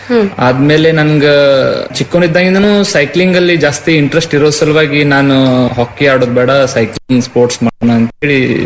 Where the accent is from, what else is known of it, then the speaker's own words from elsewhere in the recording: Shiggaon, Karnataka, India; Shiggaon, Haveri district Shiggaon ನಂದು.